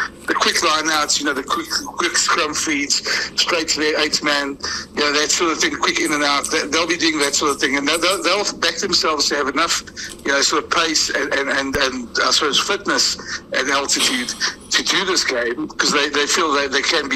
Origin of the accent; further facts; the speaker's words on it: South Africa; as a South African